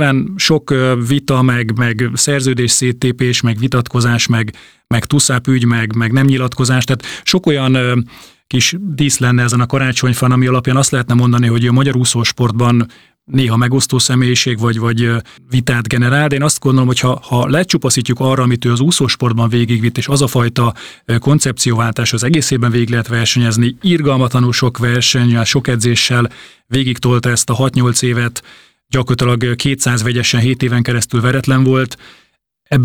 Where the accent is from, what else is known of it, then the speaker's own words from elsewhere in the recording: Zalaegerszeg, Zala, Hungary; mert ő is zalaegerszegi, mint ahol én származom